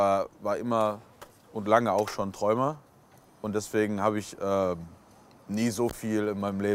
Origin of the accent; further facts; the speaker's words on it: Essen, North Rhine-Westphalia, Germany; Ich bin Essener und Ruhrpott-Influencer.